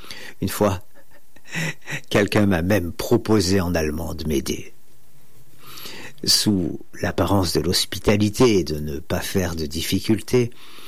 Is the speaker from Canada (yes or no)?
no; Belgium; Peut-être qu'en tant que Belge, je suis tout simplement plus sensible à ce genre de questions.